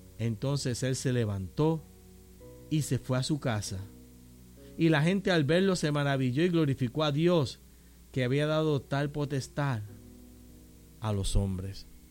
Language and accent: Spanish; Caguas, Puerto Rico; born there; Como dicen allí en mi pueblo en Caguas, borrón y cuenta nueva.